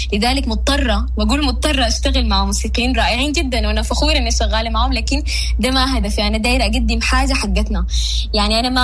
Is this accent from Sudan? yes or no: yes; Sudan; طيب أنا الفكرة الأساسية بالنسبة لي إنه إحنا كسودانيين إحنا ما معروفين للعالم